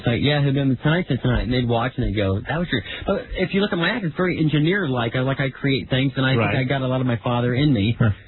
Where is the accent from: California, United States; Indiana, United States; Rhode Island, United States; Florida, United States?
Florida, United States; I grew up in Florida.